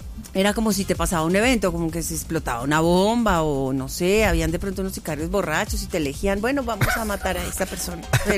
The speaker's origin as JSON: {"language": "Spanish", "town": "Medellín", "region": "Antioquia", "country": "Colombia", "tie": "born or raised there", "moved": "as an adult", "said": "yo crecí en la Comuna 13."}